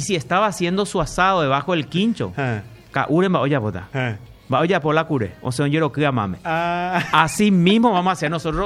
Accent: Paraguay; Así somos los paraguayos.

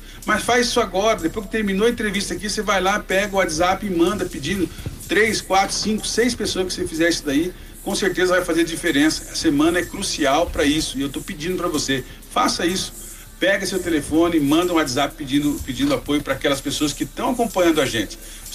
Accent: Brazil; nós somos brasileiros

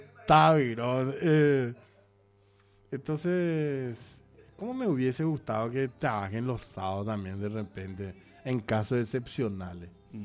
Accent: Paraguay; Así pues de boludos somos nosotros los paraguayos.

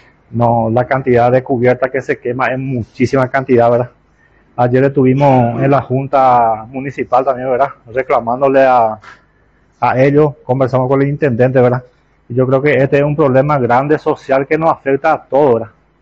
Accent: Peru; Todos somos peruanos, todos somos gente de bien, gente trabajadora.

